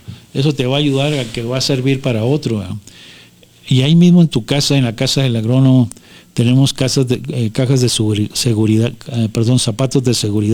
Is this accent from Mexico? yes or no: yes; Mexico; No dejemos de declinar que somos mexicanos.